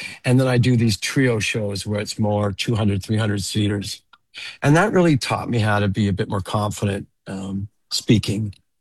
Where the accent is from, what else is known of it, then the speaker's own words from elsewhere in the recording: Regina, Saskatchewan, Canada; moved away; growing up in Regina was quite fortuitous for me